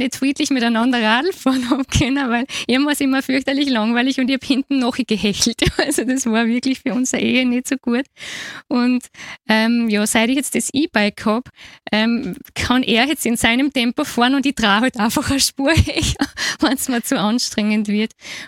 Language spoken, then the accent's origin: German; Burgenland, Austria; weil ich bin ja aus dem Seewinkel komplett flach